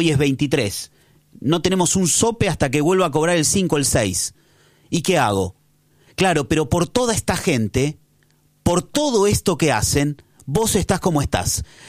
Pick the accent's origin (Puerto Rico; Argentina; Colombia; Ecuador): Argentina; somos todos argentinos iguales acá, loco.